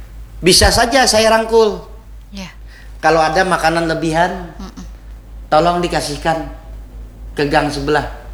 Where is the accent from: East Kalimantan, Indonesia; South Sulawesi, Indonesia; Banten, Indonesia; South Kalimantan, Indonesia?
South Kalimantan, Indonesia; Banjarmasin; Sebagai warga Banjarmasin dan asli Banjarmasin